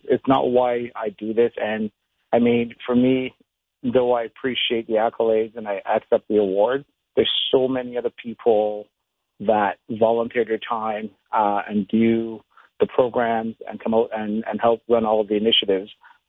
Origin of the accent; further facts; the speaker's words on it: Barbados; moved away; I grew up back home in Barbados and then, sort of running around in the streets.